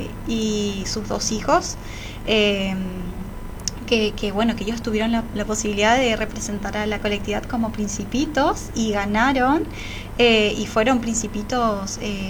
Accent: Leandro N. Alem, Misiones, Argentina; Nací y vivo actualmente en Leandro en Alem, Misiones, a muy cerquitos kilómetros de acá, de la ciudad de Oberá. Tengo 25 años

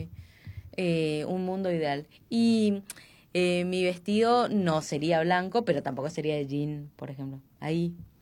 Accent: Argentina; no somos racistas los argentinos

